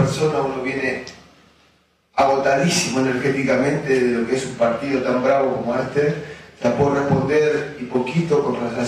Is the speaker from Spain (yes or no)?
no; Argentina; Agradecimiento eterno a una persona que, como argentino, nos dio tanto, tan lindo, ¿no?